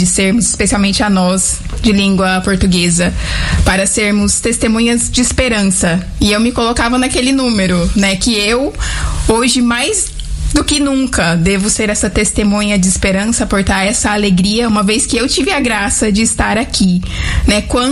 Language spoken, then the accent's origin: Portuguese; Paranaíba, Mato Grosso do Sul, Brazil; Eu sou de um lugar quente, de um lugar acolhedor do Mato Grosso do Sul, do coração, né? Do país, do Centro-Oeste. Eu venho de Paranaíba, no Mato Grosso do Sul.